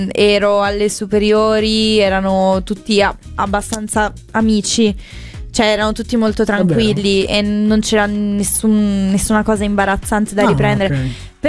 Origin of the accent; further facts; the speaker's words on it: Apulia, Italy; born there; Io invece mi ricordo che nella mia scuola in Puglia abbiamo sempre fatto fino al sabato.